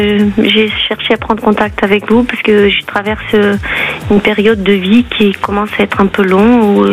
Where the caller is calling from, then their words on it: Nouvelle-Aquitaine, France; Moi, je suis sur la côte basque.